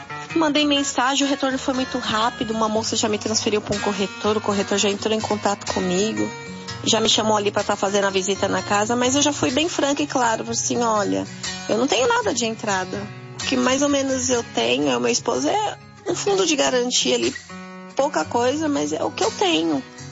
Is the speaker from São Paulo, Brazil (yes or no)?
yes; Mairiporã, São Paulo, Brazil; sou da região aqui de Mairiporã.